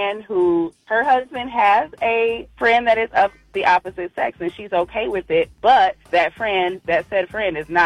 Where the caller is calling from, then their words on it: Flint, Michigan, United States; Hi, yes, I'm calling from Flint, Michigan, and personally, I think me, like myself and my husband, we've been married for 10 years